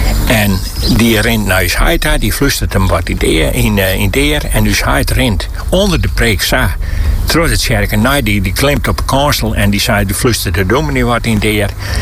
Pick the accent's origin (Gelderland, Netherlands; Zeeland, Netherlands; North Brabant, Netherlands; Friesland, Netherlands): Friesland, Netherlands; ik kwam ter Kappelen uit Nederland. Nou, waar? In het noorden, in Friesland.